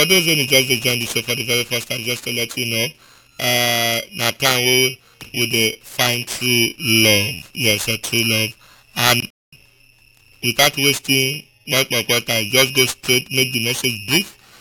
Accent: Rivers, Nigeria; I am from River State and I have a private company, please.

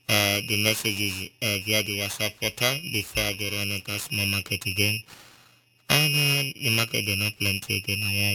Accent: Akwa Ibom, Nigeria; from Akwa Ibom State, based here in Greater River State.

